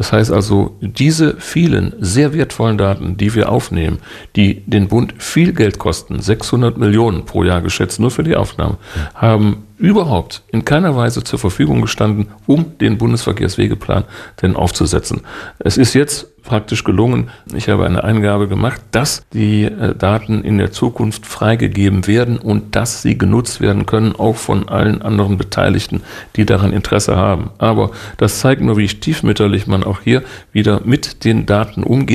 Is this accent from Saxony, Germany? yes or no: no; Duisburg, North Rhine-Westphalia, Germany; In Duisburg, wo ich herkomme, haben wir eine Brücke, da ist die Sanierung auf 20 Jahre angelegt.